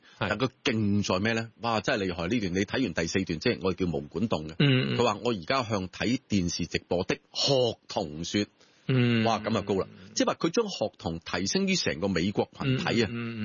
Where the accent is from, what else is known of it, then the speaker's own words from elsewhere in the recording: China; 咁但係唔係好多我哋中國人明白咩叫揀身份